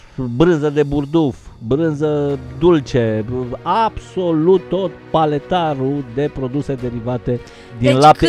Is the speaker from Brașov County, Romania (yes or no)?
yes; Vama Buzăului, Brașov County, Romania; La Vama, în copilăria mea, la Vama Buzăului, abia se făceau cartofii din belșug, dar în niciun caz...